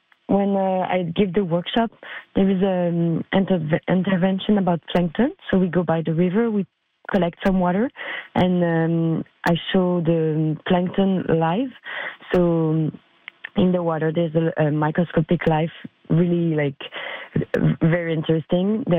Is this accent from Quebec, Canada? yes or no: yes; Montreal, Quebec, Canada; also born or lived in Brittany, France; I was born in Europe, but I grew up in Montreal. I came as a kid and I grew up in Quebec.